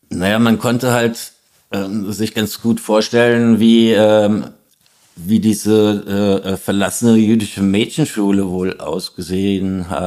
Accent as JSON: {"language": "German", "region": "Hesse", "country": "Germany", "tie": "born or raised there", "said": "Naja, bei uns gab's halt dieses Kernkraftwerk Biblis in der Nähe, wo ich aufgewachsen bin, und da waren wir halt immer demonstrieren dagegen, ne?"}